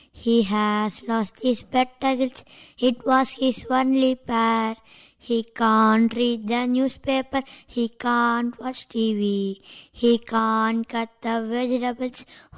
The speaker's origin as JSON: {"language": "Tamil", "town": "Karaikal", "region": "Puducherry", "country": "India", "said": "Karaikal."}